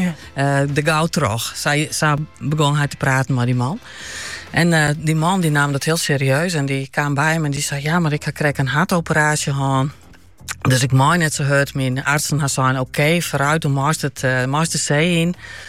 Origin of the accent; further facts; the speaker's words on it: Netherlands; we komen uit Nederland.